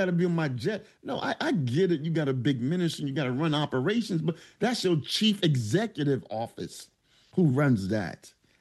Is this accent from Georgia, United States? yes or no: no; Philadelphia, Pennsylvania, United States; I'm from North Philadelphia, 10th and Cumberland.